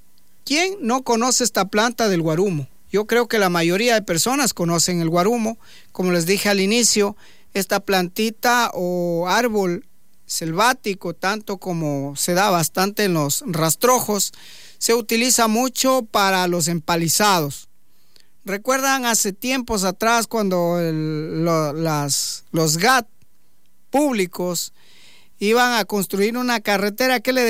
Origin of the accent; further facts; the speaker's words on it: Shushufindi, Sucumbíos, Ecuador; Somos del cantón Chuchufindi, provincia de Sucumbíos.